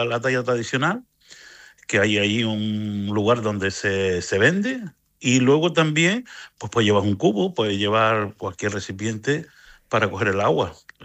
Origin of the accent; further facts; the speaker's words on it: Telde, Canary Islands, Spain; yo como nací y vivo en Lomo Magullo, conozco bien la fiesta y bueno, desde chiquillo la he disfrutado.